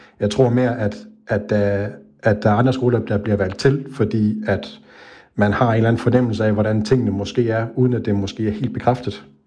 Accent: Region of Southern Denmark, Denmark; now in Odense, Denmark; så er vi jo tilflyttere fra Sønderjylland, så vi kendte ikke faktisk overhovedet landskabet i Odense sådan rigtig skolemæssigt.

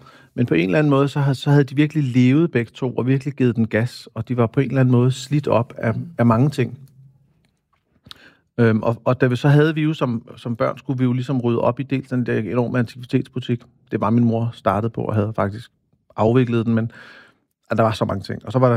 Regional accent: Copenhagen, Capital Region of Denmark, Denmark; Jeg voksede op på Amagerbrogade på den specielle måde, at vi havde en lejlighed i stuen med en antikvitetsbutik foran.

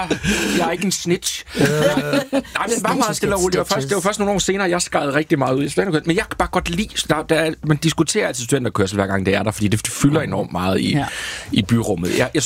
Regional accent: Toftlund, Region of Southern Denmark, Denmark; Min hjemby.

